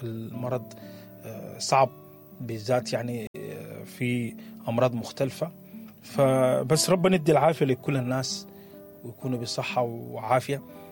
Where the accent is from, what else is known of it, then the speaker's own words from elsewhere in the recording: Sudan; احنا كسودانيين